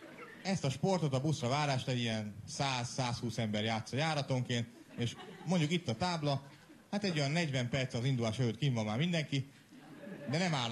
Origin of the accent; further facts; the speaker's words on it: Szentes, Csongrád-Csanád, Hungary; born there; moved away; Szentesiek vagyunk, mert nem vagyunk budapestiek. El szoktam mondani ez, amire Budapesten azt mondják, hogy vidéki, ott meg az, hogy nem vagyok budapesti